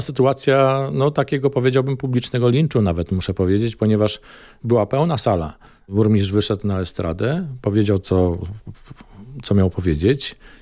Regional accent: Przemyśl, Subcarpathian Voivodeship, Poland; Natomiast ja pochodzę z Przemyśla. Miasta bardzo blisko umiejscowionego od ukraińskiej granicy. To jest 14 kilometrów od centrum miasta do granicy.

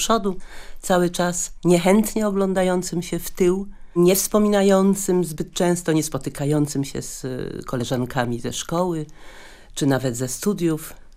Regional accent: Gdynia, Pomeranian Voivodeship, Poland; born there; a ja sama się urodziłam w Gdyni.

